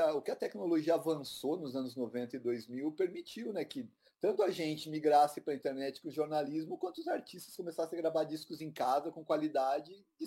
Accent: Taubaté, São Paulo, Brazil; born there; moved away as an adult; now in São Paulo, Brazil; eu nasci em São Paulo, mudei para Taubaté quando era pequeno com a minha família. E quando eu volto para São Paulo em 2000, eu volto para trabalhar com internet.

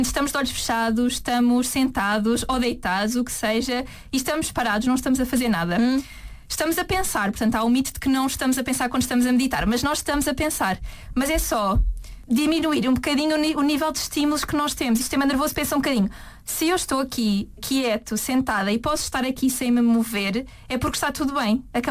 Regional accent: Lisbon, Portugal; moved away as an adult; now in Faro, Portugal; vim viver para Faro, sou de Lisboa

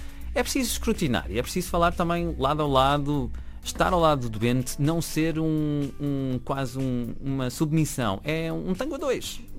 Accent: Chaves, Norte, Portugal; eu sou de uma cidade pequenininha do norte, sou de Chaves, nós somos flavientes, temos uma dieta atlântica

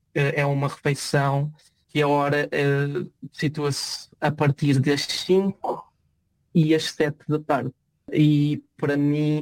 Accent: Portugal; now in Netherlands; Eu cresci, nós crescemos em geral em Portugal

